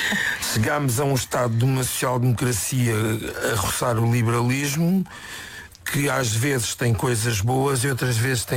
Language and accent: Portuguese; Setúbal, Portugal; Câmara Municipal de Setúbal, que é a minha terra.